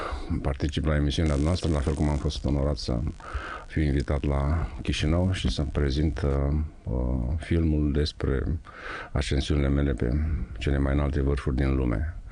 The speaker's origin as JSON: {"language": "Romanian", "town": "Piatra Neamț", "region": "Neamț County", "country": "Romania", "said": "eu sunt moldovean, sunt din Piatra Neamț"}